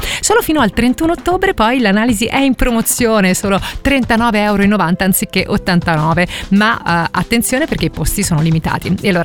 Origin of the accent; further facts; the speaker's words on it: Naples, Campania, Italy; come si dice a Napoli dalle mie parti